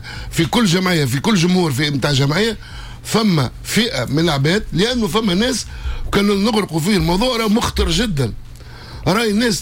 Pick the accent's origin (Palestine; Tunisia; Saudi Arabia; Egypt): Tunisia